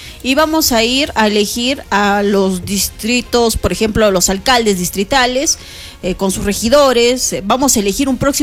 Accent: Arequipa, Peru; como arequipeños, arequipeñas aquí

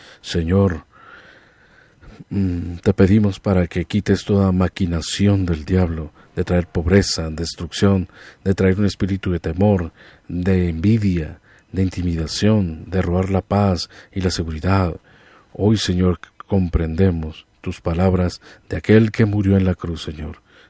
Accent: Colombia; que todos nos unamos como colombianos

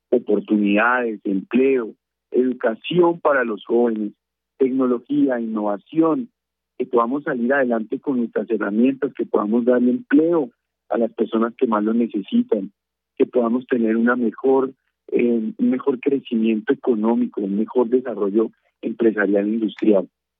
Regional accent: Boyacá, Colombia; nosotros, los boyacenses, a mucho honor

